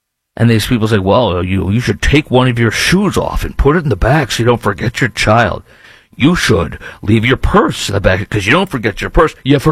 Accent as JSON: {"language": "English", "town": "Chicago", "region": "Illinois", "country": "United States", "tie": "born or raised there", "said": "And we'll juxtapose it with the serious crime problem as well on steroids in Chicago, my hometown."}